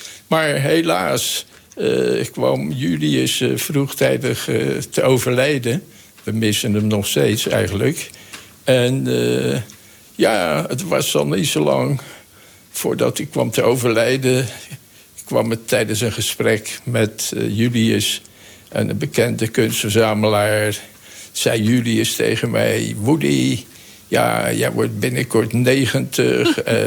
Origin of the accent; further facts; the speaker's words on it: Rotterdam, South Holland, Netherlands; Ik ben Rotterdammer.